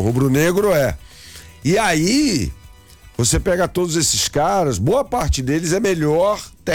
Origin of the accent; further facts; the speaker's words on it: Rio de Janeiro, Brazil; Janeiro, pessoal, acho, né, que meu sotaque dispensa.